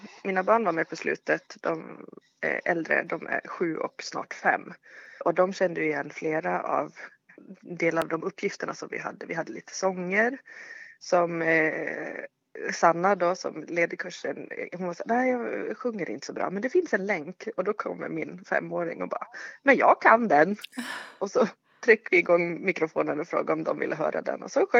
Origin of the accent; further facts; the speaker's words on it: Småland, Sweden; also born or lived in Denmark; Jag är dansk smålänning, så vi pratar redan ganska många språk i huset.